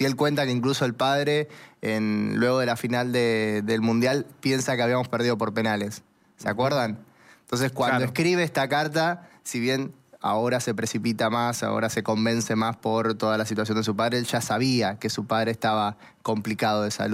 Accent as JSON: {"language": "Spanish", "country": "Argentina", "said": "nosotros estamos obligados como argentinos"}